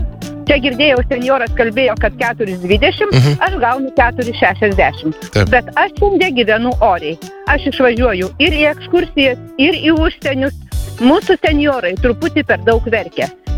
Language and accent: Lithuanian; Kaunas County, Lithuania; Aš esu iš Kauno rajono, taip.